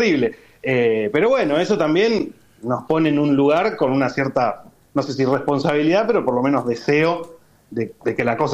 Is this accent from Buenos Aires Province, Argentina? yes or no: yes; La Matanza, Buenos Aires Province, Argentina; now in Buenos Aires, Argentina; Sí, yo soy de La Matanza, de La Matanza, más específicamente. Ahora ya hace igual un par de años que vivo acá en Capital.